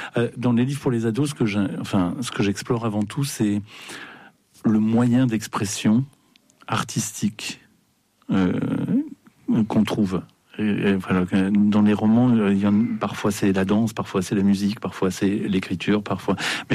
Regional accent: Grand Est, France; Moi, j'ai grandi en Champagne-Ardenne. J'habite en Champagne-Ardenne. C'est loin de la mer et ça me manque.

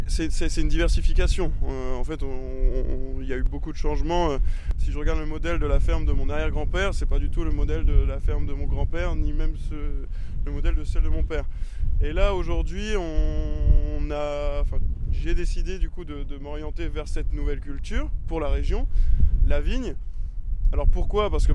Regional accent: Hauts-de-France, France; L'idée de planter de la vigne ici dans le Nord-Pas-de-Calais, déjà c'est ma région natale

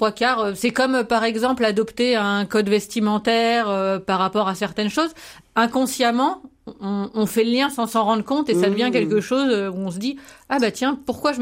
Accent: Paris, Île-de-France, France; moved away as an adult; now in Besançon, France; moi, je suis parisienne

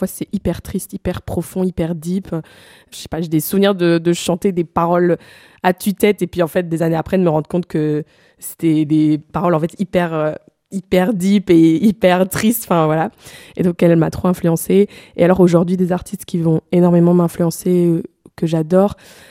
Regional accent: Blanc-Mont, Wallonia, Belgium; Moi j'ai 23 ans, je viens de Blanc-Mont, c'est un petit village près de Louvain-la-Neuve. Donc voilà, j'ai grandi là, puis j'ai été à l'école là.

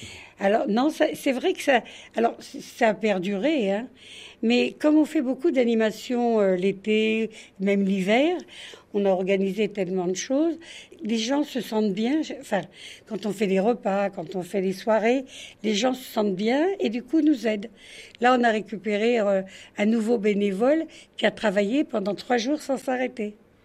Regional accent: Paris, Île-de-France, France; now in Île Dorée, France; comme moi je suis parisienne, quand on arrive, c'est vrai que c'est un peu compliqué.

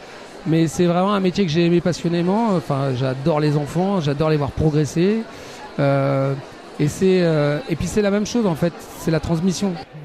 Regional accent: Brittany, France; moved away; moi, je suis breton.

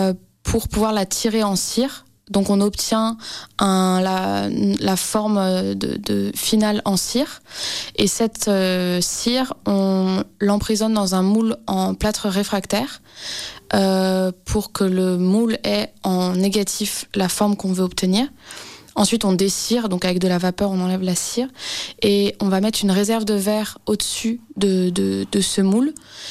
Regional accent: France; je suis française

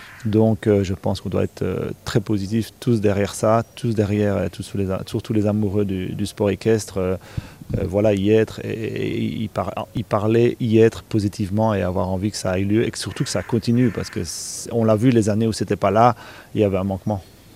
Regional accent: Belgium; en tant que Belge

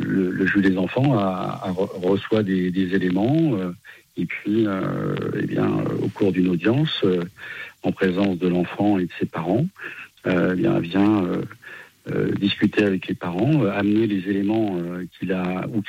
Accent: Pays de la Loire, France; Alors, je suis du Maine-et-Loire.

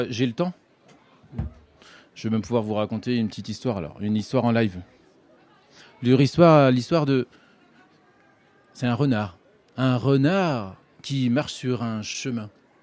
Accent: Brittany, France; J'ai grandi en Bretagne

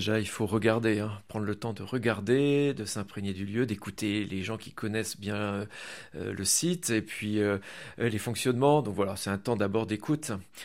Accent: Plougoumelen, Brittany, France; donc comme tout breton, moi depuis l'enfance, hein, je suis baigné dans l'esprit Sainte-Anne, parce qu'en plus je suis originaire de Plougoumelen qui est tout près.

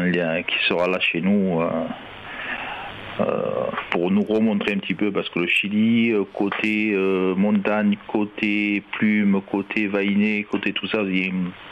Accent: France; Alors, chez nous, en France, on a des qualités de groupe.

